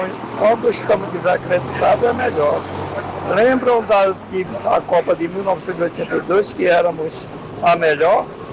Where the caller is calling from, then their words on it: Camaragibe, Pernambuco, Brazil; de Camaragibe.